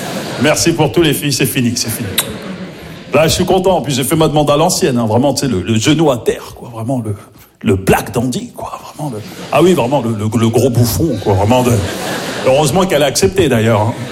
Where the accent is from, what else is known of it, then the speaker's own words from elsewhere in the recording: Maisons-Alfort, Île-de-France, France; j'ai grandi à Maisons-Alphand, en plus, tu vois, dans le 9-4